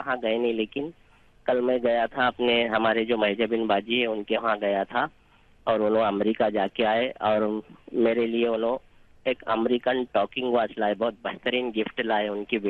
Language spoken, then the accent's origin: Hindi; Pusad, Maharashtra, India; born there; moved away; 2 ढाई महीने पहले अपने गांव जरूर गया था, महाराष्ट्र में